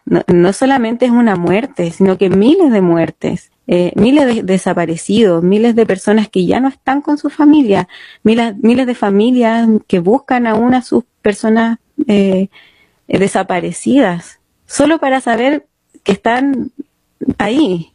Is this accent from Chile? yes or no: yes; Chile; nosotros como chilenos y chilenas